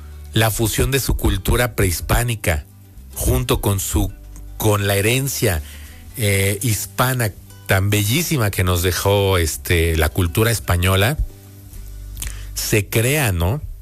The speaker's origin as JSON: {"language": "Spanish", "country": "Mexico", "said": "y celebrar como mexicanos"}